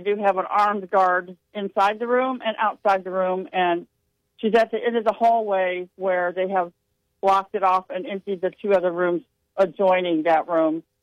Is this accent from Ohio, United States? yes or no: yes; Ohio, United States; moved away as an adult; now in Nashville, United States; So I'm born and raised in Ohio. I went to college. One of my colleges, I went to Ohio, but I live in Nashville now.